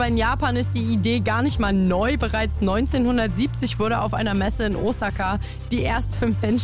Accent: eastern Germany, Germany; ich bin Ossi.

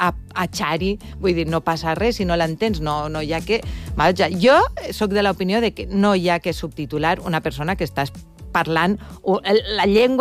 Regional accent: Valencian Community, Spain; jo sóc valenciana, tu saps ben bé i tu també.

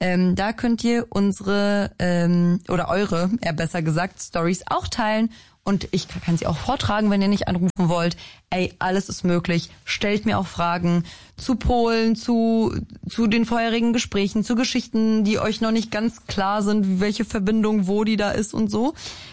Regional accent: Germany; born there; now in Berlin, Germany

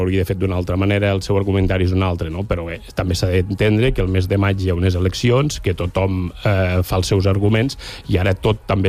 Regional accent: Balaguer, Catalonia, Spain; me'n vaig cap a Balaguer, jo soc de Balaguer

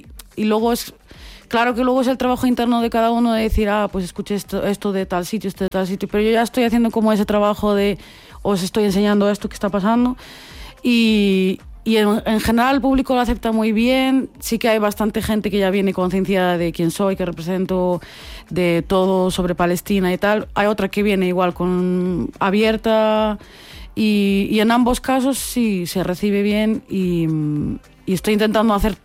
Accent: Santiago de Compostela, Galicia, Spain; born there

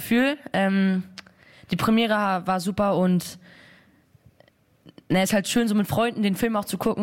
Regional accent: Berlin, Germany; Ich komme halt auch aus Berlin und ich kannte halt diese ganzen Orte

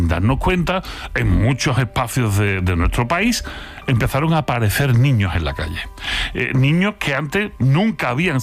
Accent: Andalusia, Spain; pues este es cascarón de huevo, que decíamos cuando éramos chicos aquí en Andalucía.

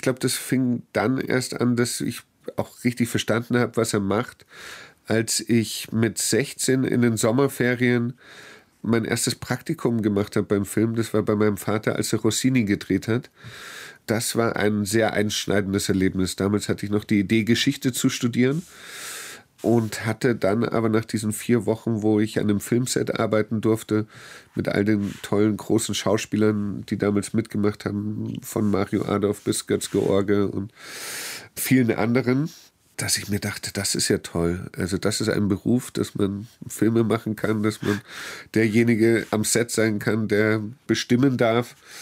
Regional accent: Munich, Bavaria, Germany; also born or lived in Los Angeles / Gilching; meine bewussten Erinnerungen meiner Kindheit sind dann in München, erst in Unterföhring und dann in der Ungarer Straße.

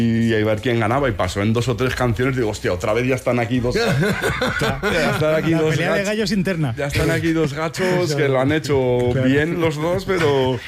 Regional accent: Azuara, Aragon, Spain; quedé con el coro de la parroquia de Azuara, que es mi pueblo, el pueblo de mi ma

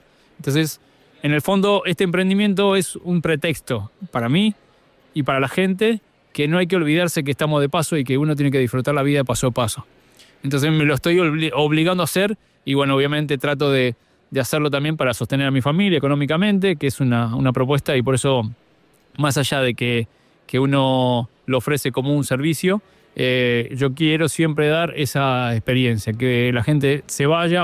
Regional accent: Mar del Plata, Buenos Aires Province, Argentina; born there; Soy nacido en Argentina, en Mar del Plata, una ciudad balnearia de costa, y soy nieto de gallegos.

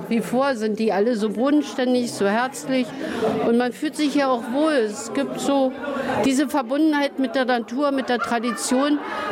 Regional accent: Ortrand, Brandenburg, Germany; born there; Ich bin in Ortrand geboren, das ist hart an der Grenze zum Sächsischen. Und ich wurde adoptiert sozusagen von den Sorben und Wenden.

